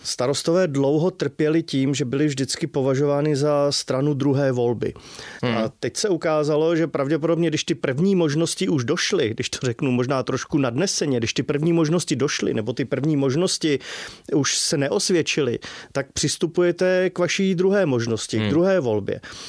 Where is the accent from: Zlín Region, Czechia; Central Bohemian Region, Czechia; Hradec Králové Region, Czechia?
Hradec Králové Region, Czechia; Trutnov; Já jsem z Trutnova, takže můžu říct konkrétní příklad